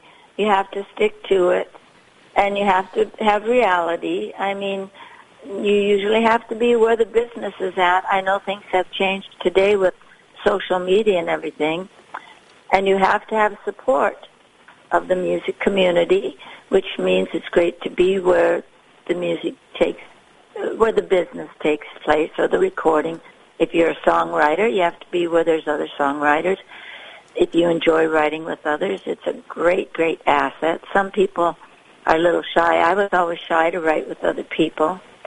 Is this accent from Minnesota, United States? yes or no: yes; Minnesota, United States; also born or lived in Fargo area, North Dakota; now in Nashville, United States; Now, in my day, Minnesota, I grew up in Minnesota and in the Fargo area, and of course I traveled a lot as I was young, always seeking out music and going who knows where. I was a bit of a gypsy and finally got smart and moved to Nashville.